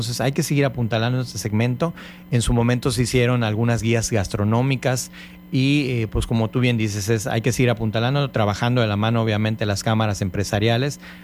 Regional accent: Cozumel, Quintana Roo, Mexico; Somos parte de las primeras familias fundadoras de acá de Cozumel.

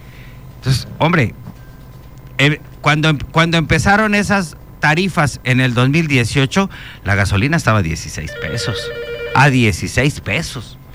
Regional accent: Mexico; así somos incluso los mexicanos

